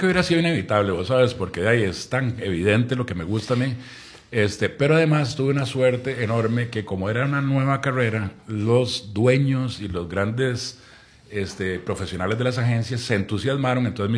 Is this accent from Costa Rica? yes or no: yes; San José, Costa Rica; also born or lived in Goicoechea; Yo soy de San José toda la vida.